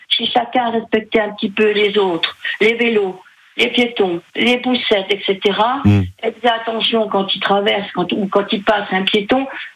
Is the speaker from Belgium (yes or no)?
no; Dijon, Bourgogne-Franche-Comté, France; born there; also born or lived in Chazilly; je suis née à Dijon, j'habite rue Musette, je connais ma ville parfaitement